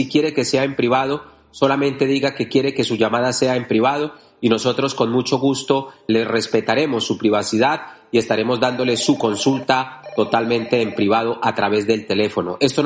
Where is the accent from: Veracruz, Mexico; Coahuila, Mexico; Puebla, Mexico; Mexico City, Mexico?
Veracruz, Mexico; Catemaco; de Catemaco, Veracruz, soy el curandero que usa el rezo, la oración y la imposición de manos